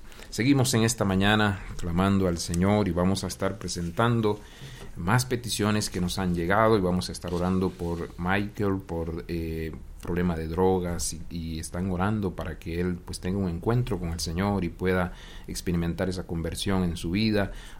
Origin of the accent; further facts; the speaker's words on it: Panama; now in Costa Rica; ahí en mi país, en Panamá